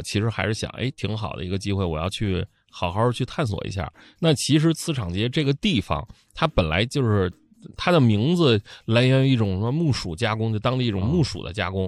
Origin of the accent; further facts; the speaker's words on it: China; 我说我从中国来的